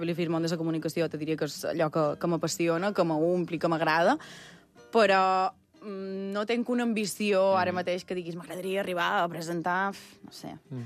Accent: Sencelles, Balearic Islands, Spain; born or raised there; now in Palma, Spain

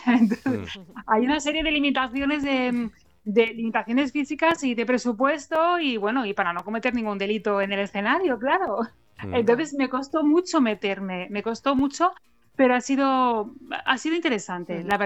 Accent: Andratx, Balearic Islands, Spain; que también era una novela de terror ambientada en Andratx, que es mi pueblo, ¿no?

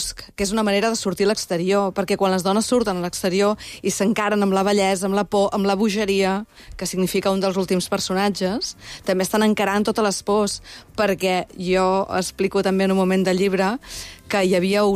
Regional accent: Catalonia, Spain; born there; jo soc catalana d'aixement, o sigui, tinc allò 8 apellidos catalanes

